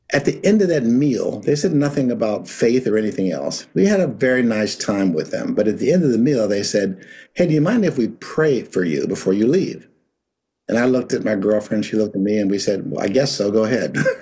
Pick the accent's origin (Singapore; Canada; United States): United States; Pittsburgh, Pennsylvania; Well, it all began back in Pennsylvania. I grew up in Pittsburgh. My parents were from Mississippi, and there's a story behind that, too, in terms of my connectedness. But I was born in Pittsburgh.